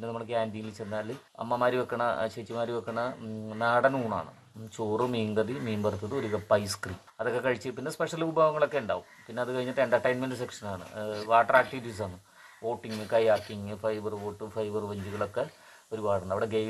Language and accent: Malayalam; Ernakulam, Kerala, India; ഞാൻ എറണാകുളം തന്നെ സ്വദേശിയാണ്.